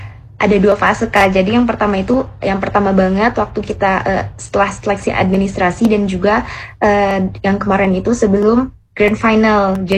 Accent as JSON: {"language": "Indonesian", "town": "Ciruas", "region": "Banten", "country": "Indonesia", "said": "itu berasal dari daerah aku sendiri, dari Ciruas."}